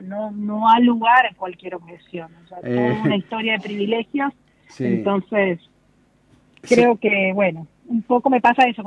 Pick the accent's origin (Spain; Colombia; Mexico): Colombia; mujeres que o trabajaron en mi casa de chica, que en Colombia eso también era bastante, o es, en el Caribe sobre todo, esto de tener mujeres en tu casa permanentemente